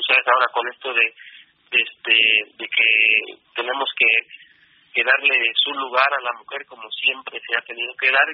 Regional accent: Veracruz, Mexico; Yazaret y yo somos de aquí del puerto de Veracruz, Luz también, pero con influencia de Jalapa y de Tlacotalpan, y Poster es de Ciudad Lerdo, entonces así como que una mezcla, pero todos radicamos en el puerto.

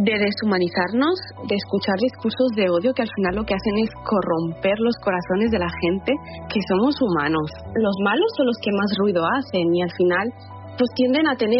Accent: Spain; Sí, somos españoles y amamos España y también soy argelina y eso no me hace menos española. Tener orígenes de otro lugar no me hace menos española, todo lo contrario.

